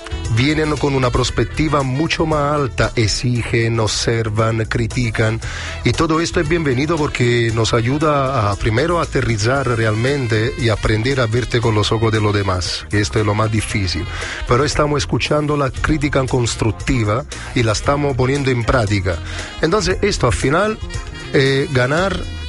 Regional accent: Naples, Campania, Italy; Spanish is a second language; now in Chile; vengo de Nápoles y ahí somos un poco trogloditas respecto a la tecnología. Aprendí en Chile la importancia de la red social. Aquí entendí cuánto importante es, cuánto yo me tengo que poner a ritmo con la época. Tengo 48 años

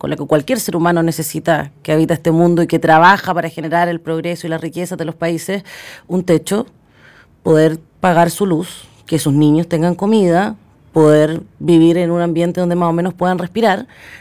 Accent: Maule, Chile; como toda la gente con la que me crié. Yo soy del Maule y es parte importante de mi historia

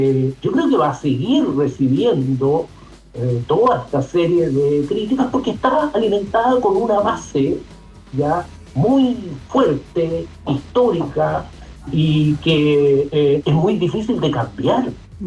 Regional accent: Chile; el espejo de los chilenos.

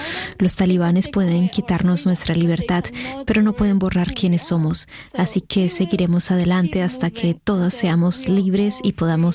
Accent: Afghanistan; moved away; las mujeres afganas no hemos desaparecido.

